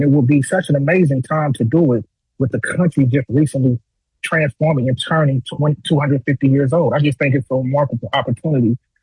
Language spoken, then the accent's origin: English; the South, United States; And being a Southerner, we know how much we acknowledge and revise the old South, right?